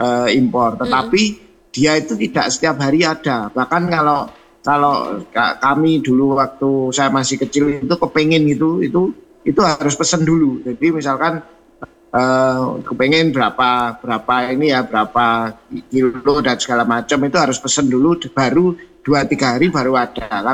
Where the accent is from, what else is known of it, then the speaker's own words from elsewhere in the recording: Ngawi, East Java, Indonesia; moved away; saya itu kan asli dari Ngawi, dari Madiun ya.